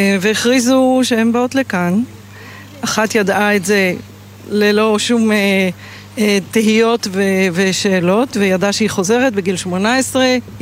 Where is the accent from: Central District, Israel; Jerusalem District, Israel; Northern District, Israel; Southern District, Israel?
Jerusalem District, Israel; Jerusalem; also born or lived in United States; נכון, נולדתי פה, גדלתי פה, בירושלים.